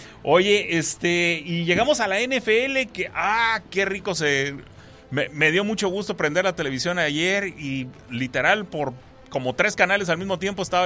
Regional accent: Tijuana, Baja California, Mexico; Pues porque soy de Tijuana.

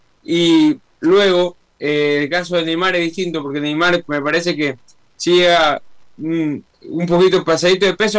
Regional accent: Ecuador; nosotros como ecuatorianos

